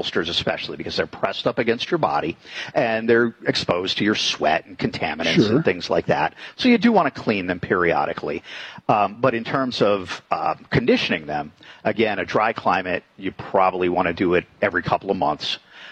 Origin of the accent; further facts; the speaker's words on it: Connecticut, United States; now in Arizona, United States; I grew up in Connecticut, but I went to gun sight shortly after I moved out here to Arizona in 2003.